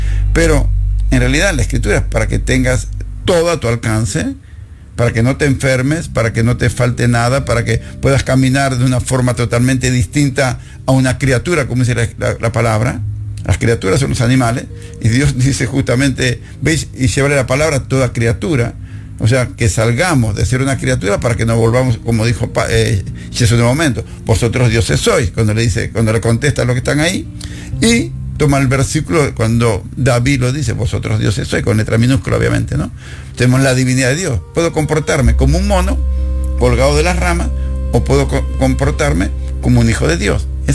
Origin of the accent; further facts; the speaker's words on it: Argentina; moved away as an adult; now in United States; Pero yo no puedo ser un ciudadano americano con una mente argentina.